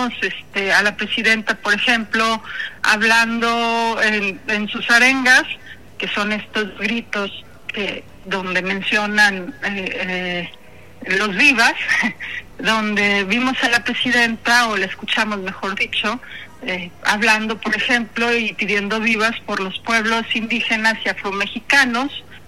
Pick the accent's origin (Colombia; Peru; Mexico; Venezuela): Mexico; no debería de ser gracioso, pero somos mexicanos, podemos reírnos de cualquier cosa